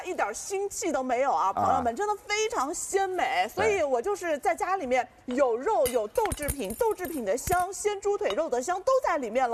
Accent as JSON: {"language": "Chinese", "region": "Shanghai", "country": "China", "said": "这个我们上海人叫百叶包，但是宁波人就叫面节，老底子的鲜香记忆。"}